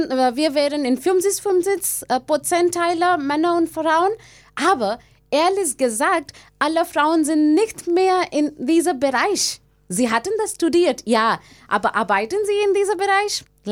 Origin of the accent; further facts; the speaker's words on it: India; hatte ich für mich diesen Kurs gesucht in einer anderen Stadt in Indien. Davor hatte ich auch von meiner Heimat, davor muss ich von meiner Heimat umsehen, so ein anderer Ort, sehr weit weg.